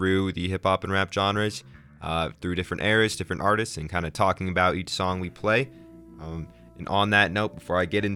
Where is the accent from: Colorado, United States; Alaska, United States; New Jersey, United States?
Colorado, United States; Denver; I'm from Denver.